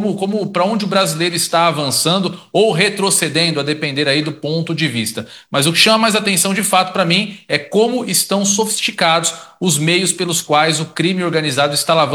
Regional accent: Brazil; nós, brasileiros

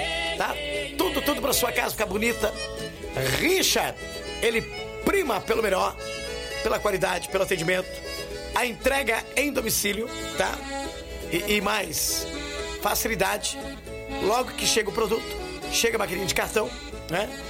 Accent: Descalvado, São Paulo, Brazil; Descalvado, minha terra querida, amada, inesquecível. Onde começou tudo em minha vida, em 1983.

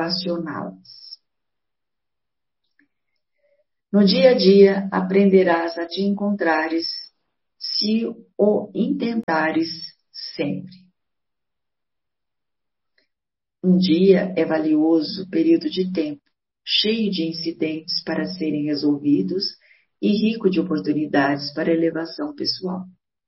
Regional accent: Bueno Brandão, Minas Gerais, Brazil; sou de Minas Gerais, da cidade de Bueno Brandão.

